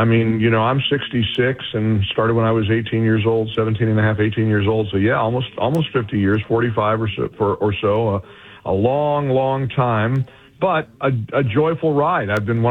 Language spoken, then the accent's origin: English; Ohio, United States; I kind of fell into this a long time ago, 1978, in my hometown of Ohio.